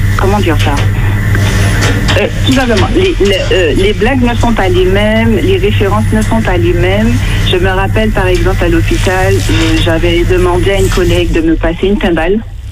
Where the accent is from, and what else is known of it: Martinique; moved away as an adult; now in France